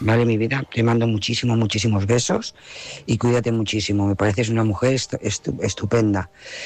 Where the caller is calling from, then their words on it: Lloret de Mar, Catalonia, Spain; Lloret de Mar